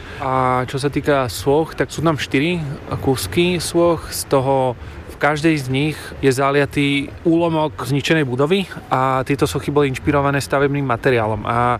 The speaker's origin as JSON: {"language": "Slovak", "country": "Ukraine", "said": "sám som spolavisel z Ukrajiny."}